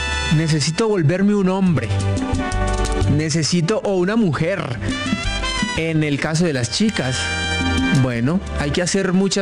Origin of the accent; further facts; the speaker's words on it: Colombia; Yo creo que uno como colombiano, como latino también